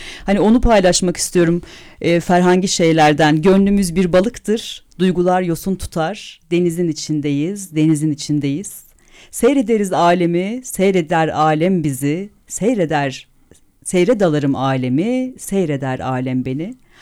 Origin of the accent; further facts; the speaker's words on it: Istanbul, Turkey; işte annem babam Sivaslı, annem Erzincanlı. Böyle çocukken de çok fazla deniz kenarlarına gitme duygumuz olmazdı ama Beşiktaş'ta büyüdüm.